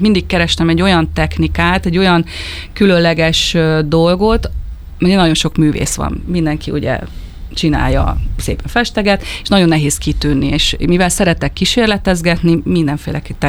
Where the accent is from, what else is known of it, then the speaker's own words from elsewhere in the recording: Budapest, Hungary; born there; now in Nagykanizsa, Hungary; Nagykanizsán lakom, de szinte mondhatom azt, hogy Zalakaros az otthonom. Uh-huh. Amúgy pesti születésű vagyok, néhány éve költöztünk vidékre